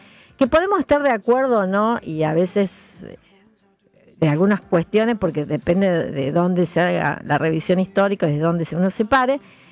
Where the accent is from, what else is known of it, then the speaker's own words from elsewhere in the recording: Argentina; esa identidad de que somos argentinos